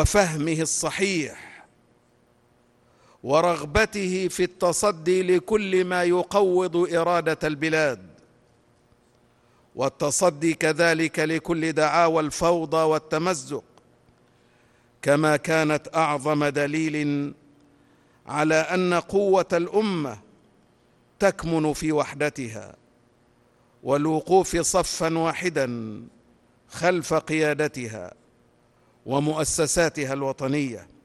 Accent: Egypt; بلدنا مصر

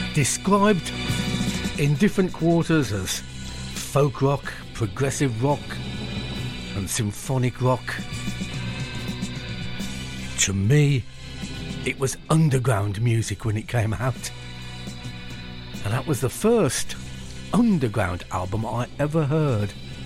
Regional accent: Birmingham, West Midlands, United Kingdom; Music there from my hometown of Birmingham

